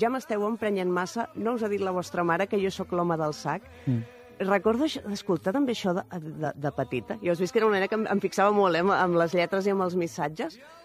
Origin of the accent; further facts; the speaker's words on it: Mataró, Catalonia, Spain; Jo soc de Rocafonda, també, com el Lamin Jamal